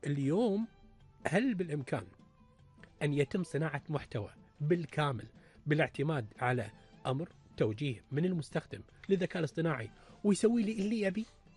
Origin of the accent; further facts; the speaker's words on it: Kuwait; مدى مساهمتنا احنا ككويتيين